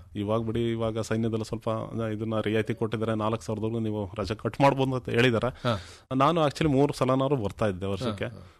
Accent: Hassan, Karnataka, India; ನಮ್ಮ ಹಾಸನ ರೈತರಿಗೆಲ್ಲ ಗೊತ್ತಾಯಿದೆ

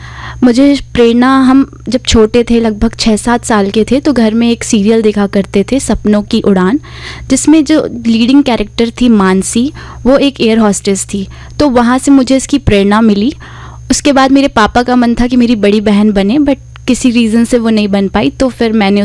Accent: Ambikapur, Chhattisgarh, India; मैं अंबिकापुर की रहने वाली हूँ।

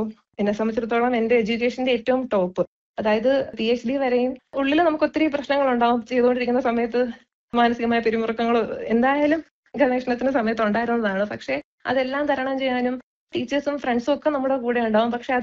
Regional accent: Thiruvananthapuram, Kerala, India; ഞാൻ തിരുവനന്തപുരം സ്വദേശിനിയാണ്.

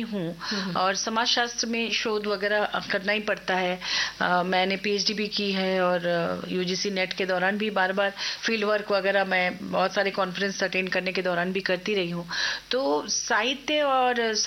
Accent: Ranchi, Jharkhand, India; मेरा जन्म रांची में हुआ और यहीं मैं पली बढ़ी हूँ। यहीं से स्कूलिंग भी हुई है, कॉलेज की पढ़ाई भी हुई है। इनफैक्ट मेरे जो दादाजी और हमारे पूर्वज यहाँ के एक तरह से मुझे लगता है डोमिसाइल हम लोगों का है

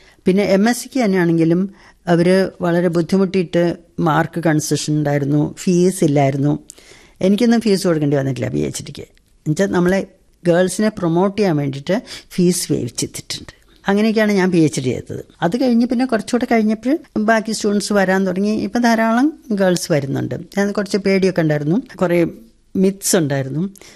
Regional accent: Muringoor, Kerala, India; ഞാൻ ജനിച്ചു വളർന്നത് മുരിങ്ങൂർ എന്ന് പറയും, തൃശ്ശൂർ ഡിസ്ട്രിക്റ്റില് ചാലക്കുടി പുഴയുടെ തീരത്തുള്ള ഒരു സ്ഥലത്താണ്.

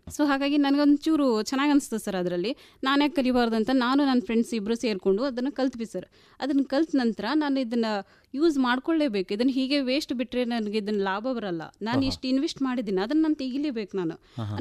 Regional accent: Aurad, Karnataka, India; now in Raichur, India; ನಾನು ನನ್ನ ತಂದೆ ನನ್ನ ತಾಯಿ ಎಲ್ಲ ಮೂಲತಃ ನಾವು ಬೀದರ್ ಜಿಲ್ಲೆ ಔರಾದ್ ತಾಲೂಕಿನವರು ಸರ್.

